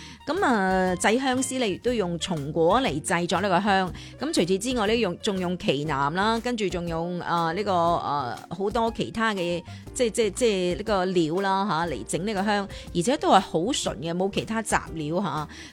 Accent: Guangdong, China; 碌柚啦，对于我哋广东人嚟讲呢

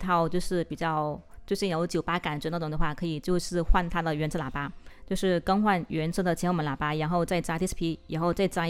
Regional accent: Guangxi, China; 我是广西的嘛

